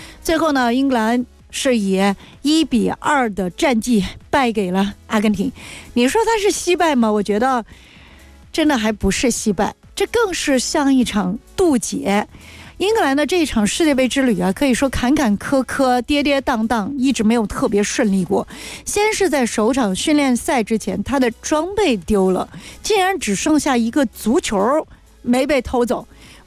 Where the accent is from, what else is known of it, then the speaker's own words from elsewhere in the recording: China; 我们中国人